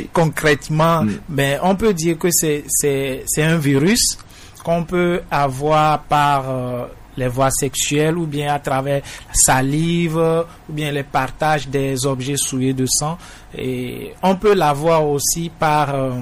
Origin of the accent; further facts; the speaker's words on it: Togo; chez nous au Togo